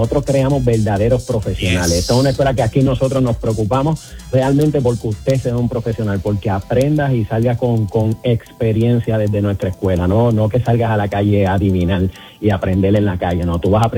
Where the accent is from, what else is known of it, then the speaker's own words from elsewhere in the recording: Puerto Rico; now in United States; yo que vengo de Puerto Rico es un país que somos consumistas